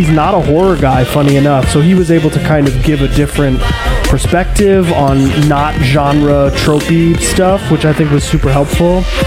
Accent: New York, United States; moved away; my hometown in upstate New York

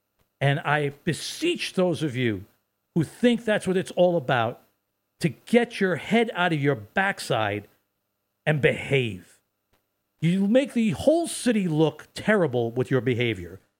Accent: New York City, New York, United States; my hometown of Brooklyn

